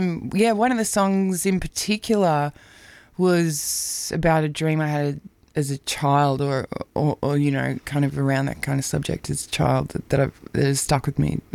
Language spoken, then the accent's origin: English; Melbourne, Victoria, Australia; It's my hometown